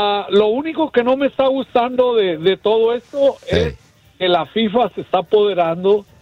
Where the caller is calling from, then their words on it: Monterrey, Nuevo León, Mexico; Órale, pues, Regio, órale.